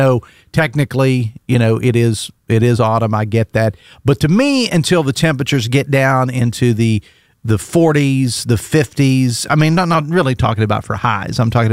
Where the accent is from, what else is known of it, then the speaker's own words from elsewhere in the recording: West Virginia, United States; where I grew up, we didn't have any of those stores back home. And I mean, hell, we didn't even have a McDonald's or a Taco Bell, you know, until like I was like 19, 20 years old in Logan County.